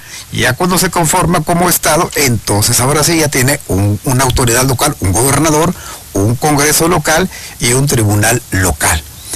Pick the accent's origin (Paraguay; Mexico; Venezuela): Mexico